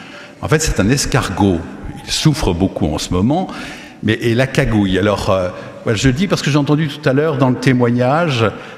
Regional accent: Nantes, Pays de la Loire, France; Moi, je suis Nantais d'origine. Tous les Nantais sortent dans la rue quand il pleut parce que ça fait du bien.

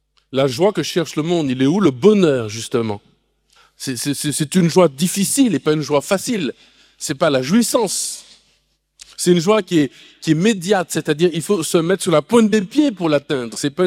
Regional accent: Martinique; Moi je suis de Martinique, je connais pas ce genre de choses.

